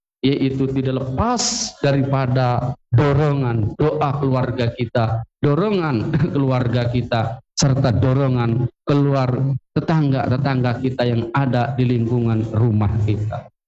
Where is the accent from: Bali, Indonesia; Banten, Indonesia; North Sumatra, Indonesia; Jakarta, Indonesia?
Banten, Indonesia; kita selaku orang Banten